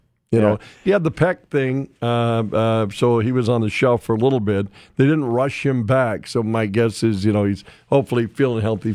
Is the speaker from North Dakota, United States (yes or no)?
yes; Williston, North Dakota, United States; growing up in Williston